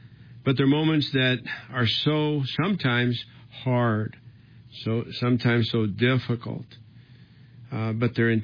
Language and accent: English; Los Angeles, California, United States; born there; I was born in East Los Angeles.